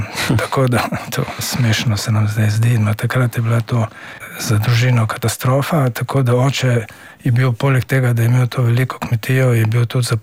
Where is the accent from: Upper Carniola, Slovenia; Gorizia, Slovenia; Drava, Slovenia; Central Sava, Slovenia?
Central Sava, Slovenia; Hrastnik; moved away; tako da smo mi iz Hrastnika potem se pobrali leta 1964